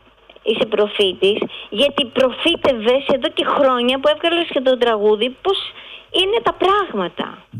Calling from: Greece

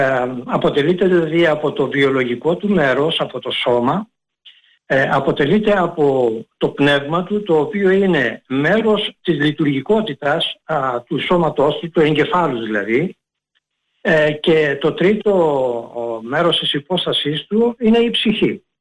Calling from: Piraeus, Attica, Greece; Καλησπέρα σας … από Πειραιά, από Καμίνια.

